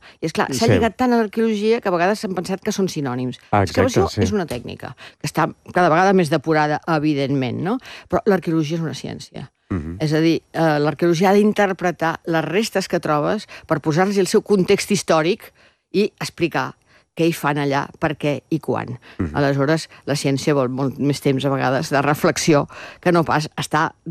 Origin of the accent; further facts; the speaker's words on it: Llançà, Catalonia, Spain; I aleshores soc de Llanza.